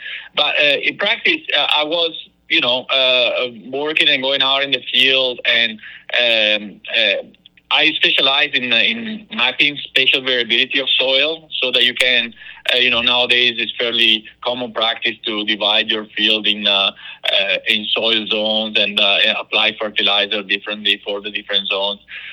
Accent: Northeast Italy, Italy; moved away; I'm originally from Italy. I grew up in a family farm in northeast Italy

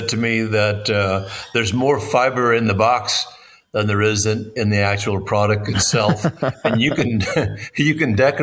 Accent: Ireland; now in United States; And I respect America. I love America. It's been great to me since I moved here from Ireland.

